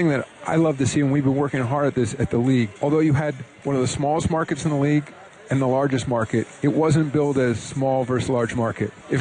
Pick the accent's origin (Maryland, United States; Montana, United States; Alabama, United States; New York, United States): New York, United States; I'm a New Yorker, you know, so, and I was alive for the last two, you know.